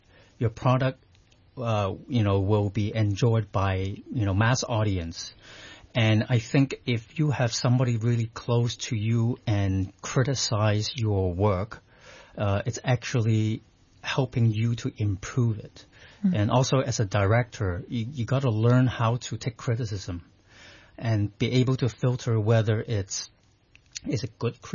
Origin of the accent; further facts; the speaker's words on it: Canada; growing up in Canada, watching action movie is a way for me to connect to my roots